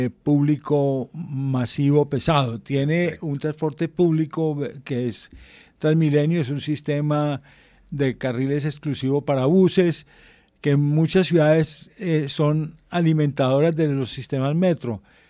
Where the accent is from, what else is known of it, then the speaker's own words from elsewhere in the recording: Palmira, Valle del Cauca, Colombia; now in Bogotá, Colombia; además yo soy de Palmira, mi familia afortunadamente bien